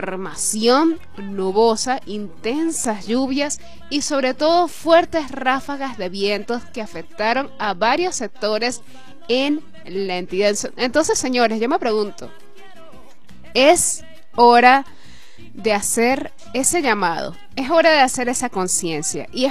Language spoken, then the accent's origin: Spanish; Venezuela; se ha robado los corazones de nosotros los venezolanos